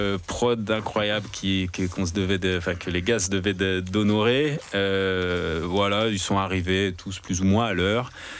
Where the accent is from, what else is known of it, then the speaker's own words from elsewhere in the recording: Paris, Île-de-France, France; born there; also born or lived in Honfleur; je suis parisien. Enfin, je suis né à Paris, mais mon daron avait cette maison à Honfleur où il allait passer sa retraite. Donc, comme je l'ai plus connu retraité qu'actif, j'ai passé beaucoup de temps à Honfleur.